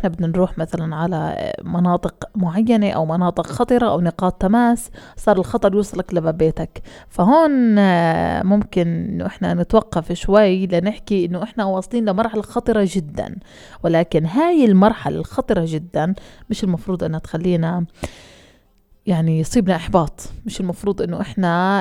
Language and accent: Arabic; Palestine; يعني إحنا كفلسطينيين لما إحنا بدنا نواجه خطر معين